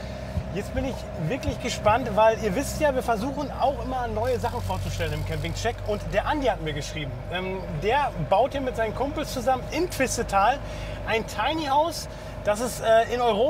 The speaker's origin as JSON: {"language": "German", "country": "Netherlands", "second_language": "German", "said": "Oh, ich komme aus Nederland."}